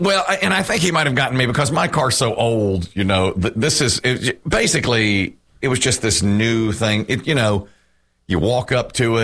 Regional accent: Ashburn, Georgia, United States; Wayne Thomas Chevrolet in Ashburn, my hometown, is considering doing some advertising.

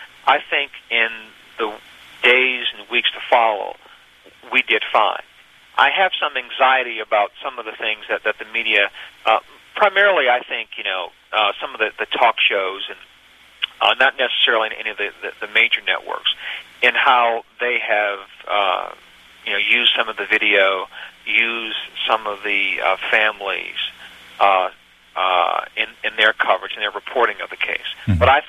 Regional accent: the South, United States; I'm a Southerner

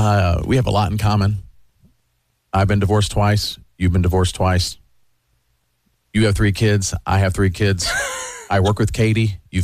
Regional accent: the South, United States; I'm a safe guy. I'm from the South. You're from the South.

